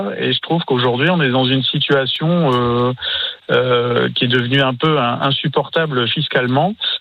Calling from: Hauts-de-France, France; moi je vous équipe de la région lilloise.

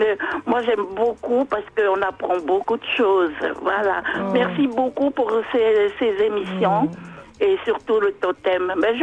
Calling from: Île-de-France, France; Moi, je suis à côté de Disneyland. Je suis la voisine de Mickey.

